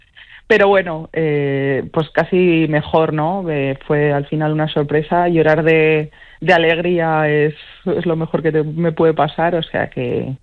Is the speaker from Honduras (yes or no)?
no; Zaragoza, Aragon, Spain; now in Valencia, Spain; Igual no en verano, pero soy de Zaragoza. O sea, peor que en Zaragoza no voy a estar.